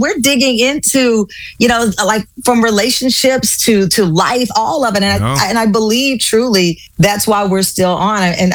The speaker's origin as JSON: {"language": "English", "region": "Texas", "country": "United States", "said": "I'm a Texan, so we came out like gunslingers."}